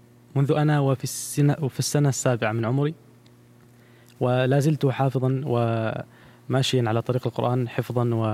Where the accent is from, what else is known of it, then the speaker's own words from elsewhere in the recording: Oman; شيخي الذي أقرأ معه الأستاذ الكريم الفاضل خالد الحسني، أيضا من بلدي سلطنة عمان